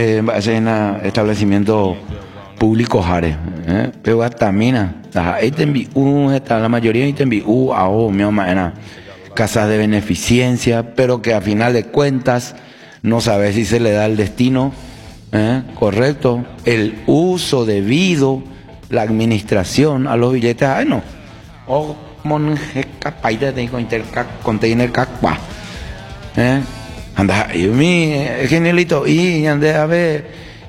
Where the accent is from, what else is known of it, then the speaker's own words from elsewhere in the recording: Paraguay; Como buen paraguayo que soy, siempre me gusta saludar.